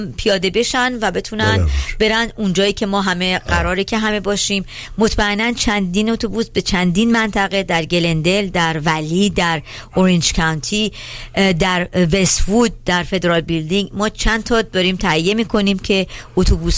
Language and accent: Persian; Iran; moved away